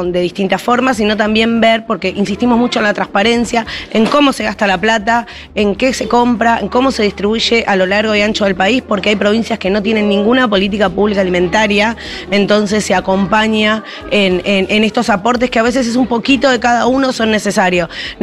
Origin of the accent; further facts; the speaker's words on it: Argentina; Lo mejor que tiene este país somos nosotros, los argentinos